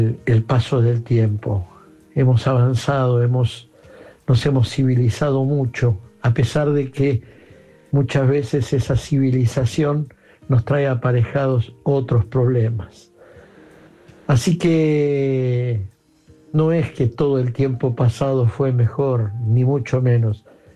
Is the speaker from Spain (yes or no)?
no; Glew, Buenos Aires Province, Argentina; Era un lujo, cuando yo era pibe, tener teléfono. En mi pueblo natal, sí, Gleu, bueno, Gleu, a solo 35 kilómetros de la ciudad de Buenos Aires, no teníamos teléfono.